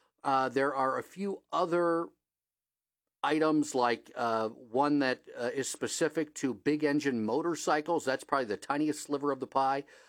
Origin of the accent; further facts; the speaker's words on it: Ohio, United States; growing up in Northwest Ohio